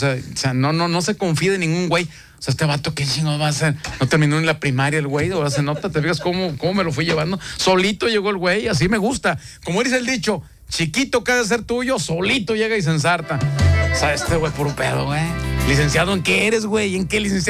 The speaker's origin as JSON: {"language": "Spanish", "town": "Murcia", "region": "Region of Murcia", "country": "Spain", "said": "soy español, es español el apellido, soy español, soy de Murcia, de Murcia, España."}